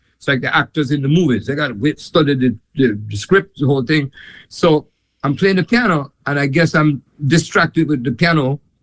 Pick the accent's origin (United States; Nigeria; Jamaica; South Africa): Jamaica; if I'm in somewhere in the world, that I'm in Estonia or Morocco, it doesn't matter. And they say, where are you from? And I said, Jamaica.